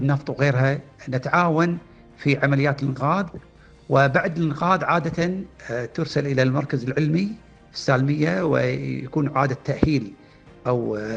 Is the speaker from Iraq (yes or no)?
no; Kuwait; عندنا بالكويت